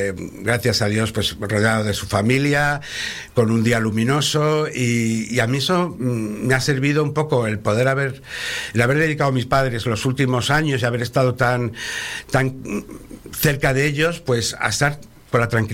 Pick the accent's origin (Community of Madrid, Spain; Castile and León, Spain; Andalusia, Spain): Castile and León, Spain; León; Yo soy de León, es decir, que también lo tengo relativamente cerca, tenemos las médulas, tenemos los picos de Europa